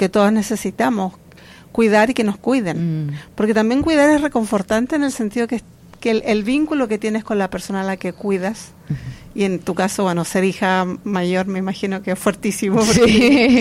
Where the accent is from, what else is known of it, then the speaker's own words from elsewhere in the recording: Concepción, Biobío, Chile; en Concepción, que es mi ciudad natal